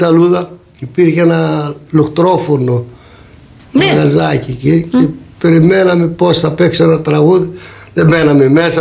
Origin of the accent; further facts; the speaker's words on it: Agrinio, Western Greece, Greece; ο τόπος που μεγάλωσα, που γεννήθηκα, λέγεται Λαγκαδιά.